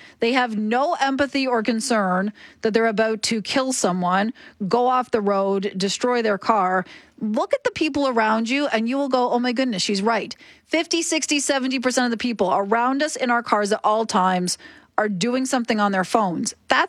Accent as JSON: {"language": "English", "town": "Oshawa", "region": "Ontario", "country": "Canada", "tie": "born or raised there", "said": "I was born and raised in Oshawa, Ontario. We didn't have traffic circles or roundabouts, so I didn't grow up in them."}